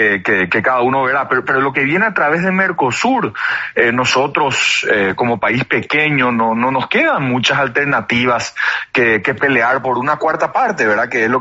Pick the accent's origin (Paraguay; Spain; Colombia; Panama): Paraguay